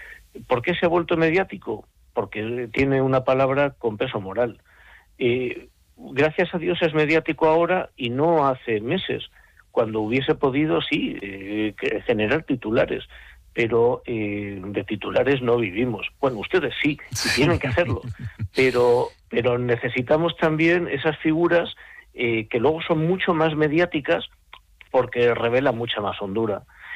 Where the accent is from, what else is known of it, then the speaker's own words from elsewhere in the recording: Balearic Islands, Spain; y pues yo siendo mallorquín y habiendo vivido en mil partes, pues yo que sé qué acento tengo.